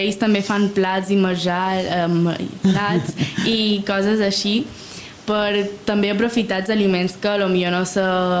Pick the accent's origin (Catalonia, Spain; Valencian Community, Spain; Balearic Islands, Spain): Balearic Islands, Spain; Sa Pobla; jo som de Sa Pobla